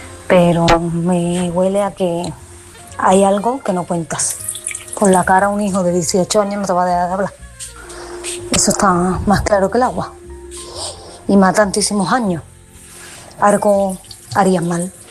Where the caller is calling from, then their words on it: Málaga, Andalusia, Spain; de Málaga.